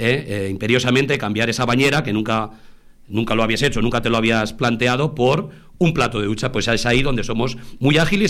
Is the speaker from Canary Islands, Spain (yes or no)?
no; Torrubia del Campo, Castilla-La Mancha, Spain; somos de Torrubia del Campo, como he dicho, los tres socios. En Torrubia del Campo es un pueblo solidario, un pueblo que hace muchísimo tipo de actividades y de eventos.